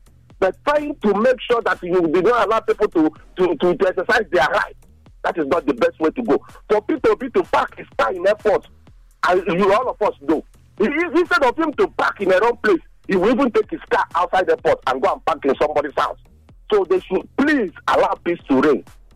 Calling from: Benin City, Edo, Nigeria; I'm calling from Benin.

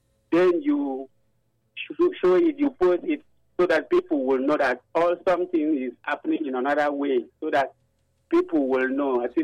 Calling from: Akwa Ibom, Nigeria; I'm from Akwaibom State. So I'm here in State.

